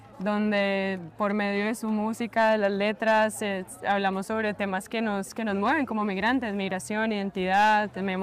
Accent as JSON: {"language": "Spanish", "town": "Cali", "region": "Valle del Cauca", "country": "Colombia", "tie": "born or raised there", "moved": "as an adult", "lives_now": "Berlin, Germany", "said": "yo vengo de Cali, Colombia, entonces pues Cali es la capital mundial de la salsa, mis papás también, vengo de un entorno, de un contexto súper musical, súper salsero, mis papás melómanos, entonces yo crecí en un ambiente sabiendo a mis papás poner los LPs"}